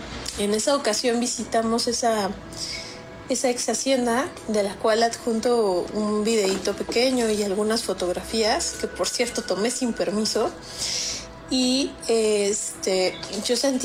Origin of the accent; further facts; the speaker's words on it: Cuautitlán Izcalli, State of Mexico, Mexico; soy de Cuautitlán Izcalli.